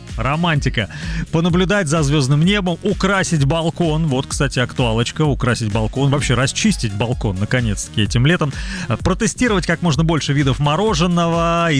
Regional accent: Krasnodar, Krasnodar Krai, Russia; Посмотрел тут кружочек в соцсетях своего знакомого из Краснодара, из моего родного города.

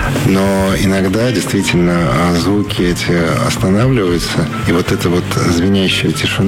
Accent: Arkhangelsk Oblast, Russia; год назад у себя на родине в Архангельской области. Я взял туда собаку, и мы пошли гулять вдоль озера по тем местам, где когда-то в школе очень много ходили с одноклассниками.

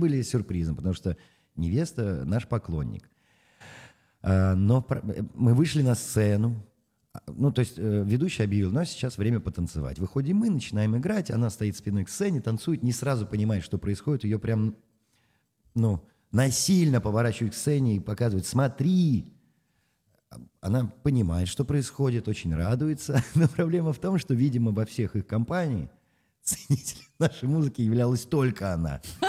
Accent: Saint Petersburg, Russia; мы из Санкт-Петербурга, у нас театральное образование.

